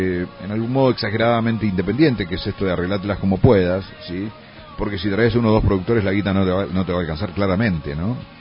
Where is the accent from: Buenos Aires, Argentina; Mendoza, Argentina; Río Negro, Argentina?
Mendoza, Argentina; San Rafael; born there; el lugar donde nací. Porque uno dice, nací en Mendoza. Bueno, pero Mendoza es grande. Nací en San Rafael, pero San Rafael es grande, ¿sí? Nací en Gush. Y bueno, Gush también es, en algún modo, un distrito amplio. Nací en la Estancia de los Amigos.